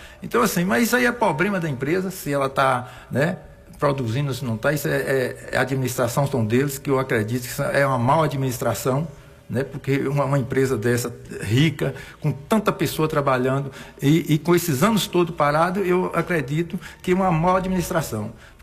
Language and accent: Portuguese; Brazil; do lugar onde eu nasci e criei no Colônia, moro no meu lugar